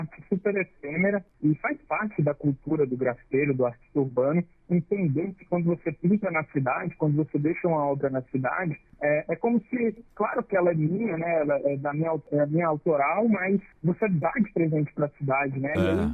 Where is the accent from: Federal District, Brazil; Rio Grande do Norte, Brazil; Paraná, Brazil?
Federal District, Brazil; Brasília; sou filho de nordestinos, sou nascido e criado em Brasília, porém a minha família veio para Brasília e eu nasci aqui.